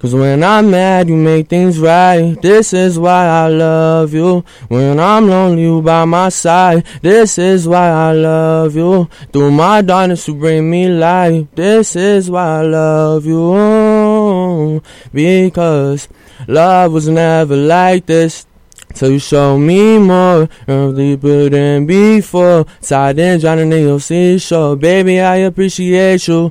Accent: New York City, New York, United States; I'm from Harlem, from Eastside Harlem.

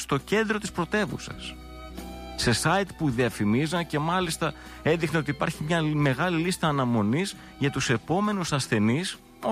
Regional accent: Komotini, Eastern Macedonia and Thrace, Greece; Εγώ είμαι από την Κομωτινή

